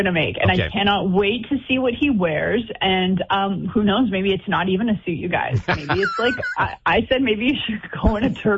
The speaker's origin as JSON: {"language": "English", "region": "Alberta", "country": "Canada", "said": "I'm from Alberta."}